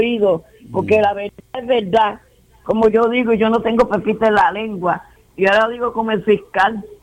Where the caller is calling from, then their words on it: Puerto Rico; como buena boricua. Yo llevo aquí desde el 90